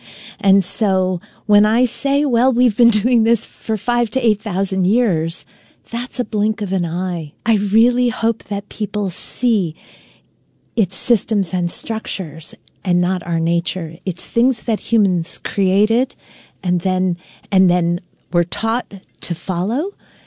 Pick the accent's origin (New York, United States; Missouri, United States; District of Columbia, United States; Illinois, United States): New York, United States; I mean, I'm not born and raised here. I'm a New Yorker. I came up here this summer of 2000